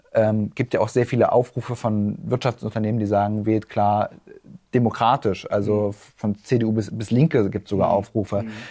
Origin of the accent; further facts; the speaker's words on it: Weißenfels, Saxony-Anhalt, Germany; born there; also born or lived in Lützen; ich bin 25 Jahre alt, bin in Weißenfels geboren und aufgewachsen im Bereich Lützen, bin dann 2010 nach Weißenfels gezogen mit meiner Mutter